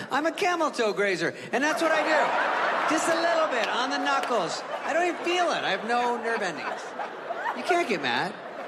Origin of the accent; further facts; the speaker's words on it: California, United States; But I'm from California.